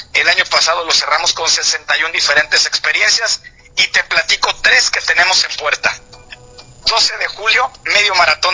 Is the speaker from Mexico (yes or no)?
yes; Manzanillo, Colima, Mexico; y obviamente los que somos de Manzanillo ya estamos anotados